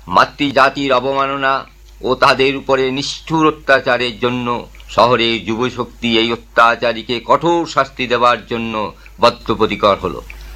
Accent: Medinipur, West Bengal, India; also born or lived in Barisal; অবশ্য আমি জন্মেছি 1912 সালে বরিশাল জেলায়, কিন্তু মেদিনীপুরই আমাকে শিশুকাল থেকে মানুষ করে তুলেছে।

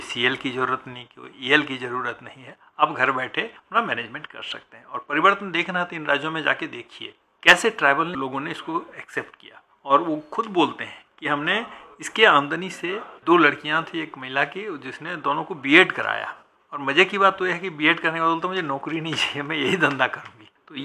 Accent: Jharkhand, India; मैं चूंकि एक ग्रामीण परिवेश से पला बढ़ा हूँ, मैं झारखंड का रहने वाला हूँ

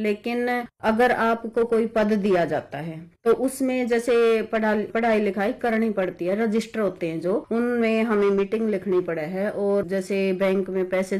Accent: Haryana, India; और जैसे मैं हरियाणा से हूँ, हरियाणा में स्कीम है हरियाणा राज्य ग्रामीण आजीविका मिशन

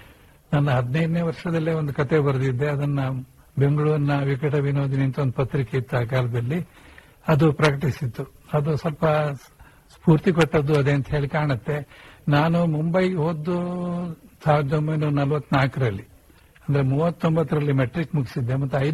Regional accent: Udupi, Karnataka, India; now in Mumbai, India; ಆದರೂ ನನ್ನ ಬಾಲ್ಯ ದಕ್ಷಿಣ ಕನ್ನಡದಲ್ಲಿ. ನಾನು ಹುಟ್ಟಿದ್ದು ಉಡುಪಿಯಲ್ಲಿ ಸಂಪ್ರದಾಯಸ್ಥ ಕುಟುಂಬದಲ್ಲಿ.

